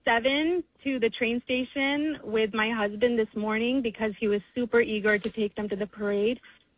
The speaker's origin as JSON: {"language": "English", "town": "Houston", "region": "Texas", "country": "United States", "tie": "born or raised there", "moved": "yes", "lives_now": "Westchester, United States", "said": "I'm from Houston. I was born and raised in Houston."}